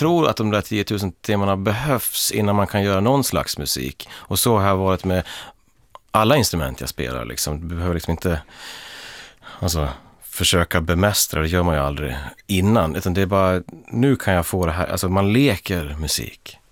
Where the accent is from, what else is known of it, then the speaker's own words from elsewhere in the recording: Leksand, Dalarna County, Sweden; jag är liksom uppvuxen i liksom i Leksand, i epicentret för det där.